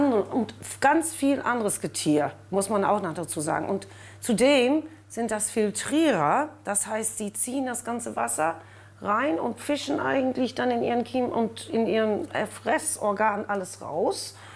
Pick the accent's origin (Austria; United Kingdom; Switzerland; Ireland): Ireland; now in Germany; Ich komme aus Irland